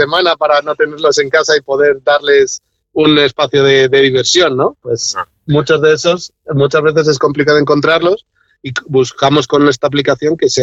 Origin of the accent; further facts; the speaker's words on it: León, Castile and León, Spain; also born or lived in Madrid / Gijón; soy un chico de León, estudié Ingeniería Informática en la Universidad de León. Estuve trabajando por Madrid, por Gijón y ahora he vuelto a la tierra.